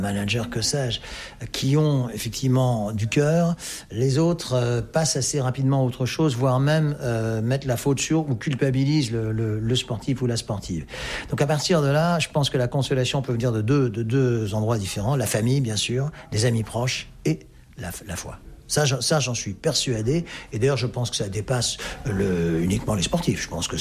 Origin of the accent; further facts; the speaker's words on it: France; born there; je suis né en France, de mère néerlandaise